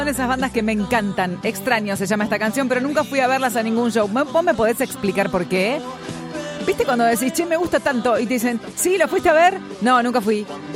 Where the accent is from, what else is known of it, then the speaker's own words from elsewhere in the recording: Argentina; El mate nos define como argentinos.